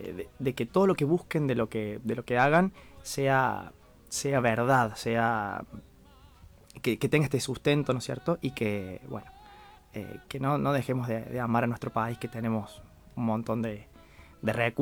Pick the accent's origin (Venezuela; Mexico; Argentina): Argentina; born there; orgulloso de haber nacido en Argentina, de ser argentino